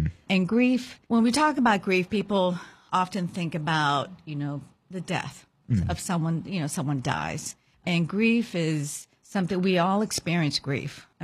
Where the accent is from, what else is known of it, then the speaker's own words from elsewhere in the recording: Honduras; moved away; I grew up in Honduras.